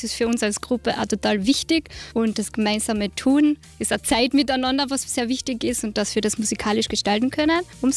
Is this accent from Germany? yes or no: no; Carinthia, Austria; natürlich … als Kärntnerin gehört da dazu